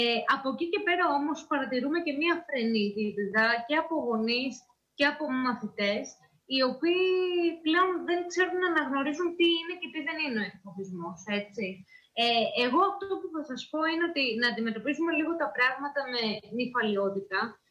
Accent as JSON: {"language": "Greek", "country": "Greece", "said": "σαν Έλληνες, έχουμε λίγο την υπερβολή στο κεφάλι μας"}